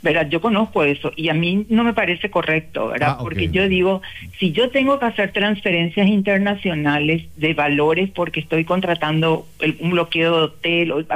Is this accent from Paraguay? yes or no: yes; Asunción, Paraguay; en Asunción nos conocemos todos